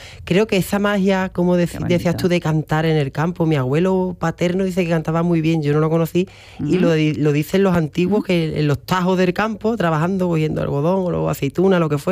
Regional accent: La Luisiana, Andalusia, Spain; Pueblo de Sevilla, la Luisiana, que está justo al lado de la Sartén de Andalucía, Écija.

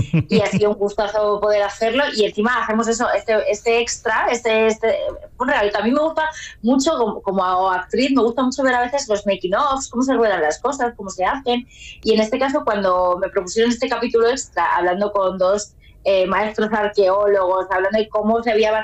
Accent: Castilla-La Mancha, Spain; que además yo como castellano manchega, pues orgullosa, y digo, ah, bueno, esto me han llamado por castellano manchega y me gusta muchísimo.

